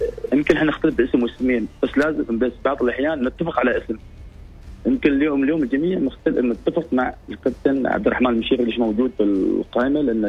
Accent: Oman; إحنا كعمانيين

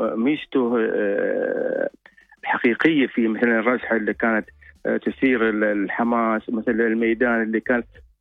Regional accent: Oman

